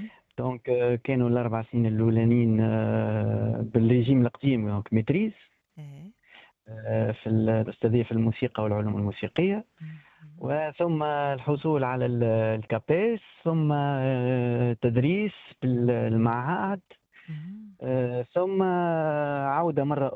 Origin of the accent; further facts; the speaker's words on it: Monastir, Monastir Governorate, Tunisia; born there; also born or lived in Kairouan; أنا من مواليد مدينة المنستير، من أصول من أصلي من مدينة القيروان، ولكن بحكم مهنة الوالد كنت تولدت في مستير،